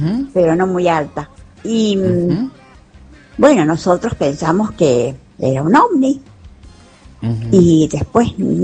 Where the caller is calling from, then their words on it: Villa Mercedes, San Luis, Argentina; vivo en Villa Mercedes. Estuvimos muy poquito viviendo en el campo, y después nos vinimos a vivir acá a Villa Mercedes.